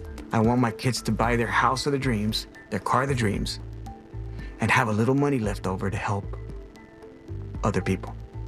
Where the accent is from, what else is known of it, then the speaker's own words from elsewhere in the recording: Texas, United States; When I go other places and I go up north and I tell people I'm from the Rio Grande Valley, where's that?